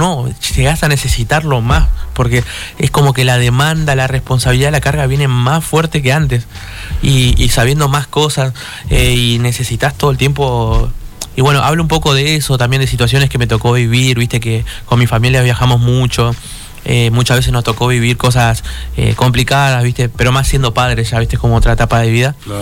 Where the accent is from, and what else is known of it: Argentina